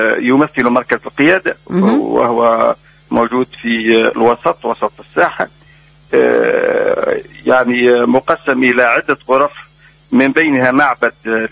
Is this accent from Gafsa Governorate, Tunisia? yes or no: no; Nouil, Kebili Governorate, Tunisia; نعم هي بلدتي لأنها بلدتي انطلقت أنا بالكتابة حول بلدتي